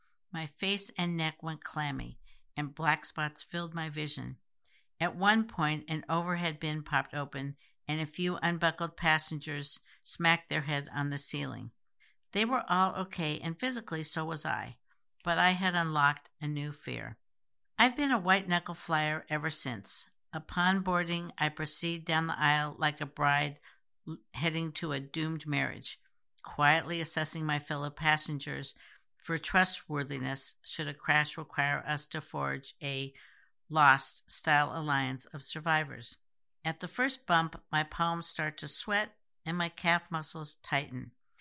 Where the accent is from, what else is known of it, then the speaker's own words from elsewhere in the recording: Iowa, United States; I was traveling from my home state of Iowa to New York City for a summer internship.